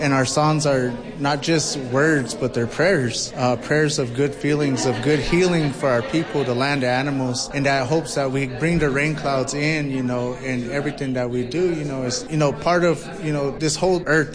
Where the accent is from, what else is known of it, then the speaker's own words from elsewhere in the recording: Acoma Pueblo, New Mexico, United States; I am from the Pueblo of Acoma. I come from the Big Sun clan on my mother's side and a Little Turkey clan on my father's side.